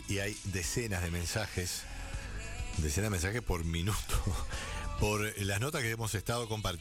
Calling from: Salto, Uruguay; de Salto, soy funcionaria pública

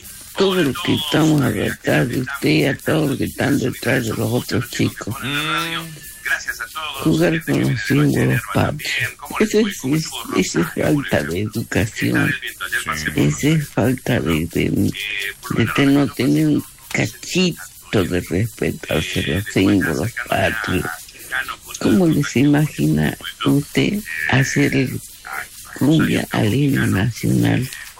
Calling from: Salta, Argentina; yo soy salteña

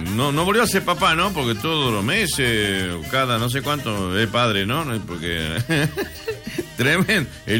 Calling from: Formosa, Argentina; Yo soy de Formosa, pero vivo acá en Salta, en Salta Capital.

